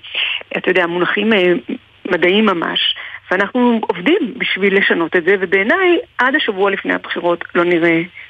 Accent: Jerusalem, Jerusalem District, Israel; בסורוצקין, אני קורא לזה, ויש שכונה חרדית באזור הזה, אתה יודע איפה זה היה מדה? כאילו כל האזור שם, אז שם.

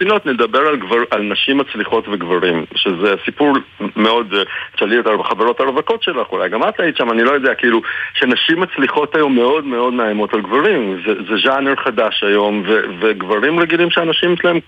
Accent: Jerusalem, Jerusalem District, Israel; נגיד שאני גדלתי בירושלים והייתי בא עם זוג נעליים פעם בשנה

